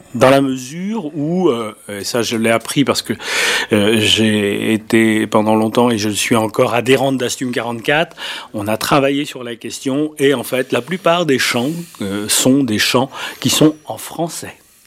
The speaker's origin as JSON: {"language": "French", "region": "Brittany", "country": "France", "first_language": "Gallo", "second_language": "French", "said": "Donc je dis que ma langue maternelle, ben, c'est le patois, puisqu'on n'avait pas encore inventé le mot gallo à l'époque."}